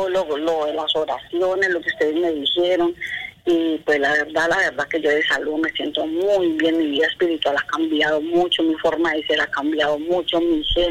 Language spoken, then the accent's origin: Spanish; Colombia; now in Panama; Yo soy colombiana.